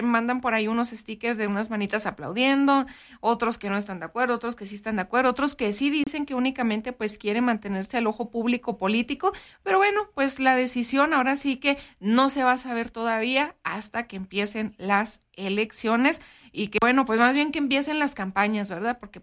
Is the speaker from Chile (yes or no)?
no; Mexico; born there; que yo soy mexicana, pues nacida aquí en México